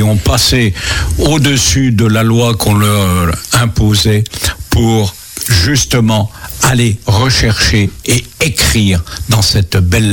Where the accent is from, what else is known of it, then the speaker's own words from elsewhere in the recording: Viré-en-Champagne, Pays de la Loire, France; accent: Maine patois (langue mainiote); je me souviens quand je suis arrivé à l'école en 1952 à Viré-en-Champagne, on m'interdisait de causer mon patois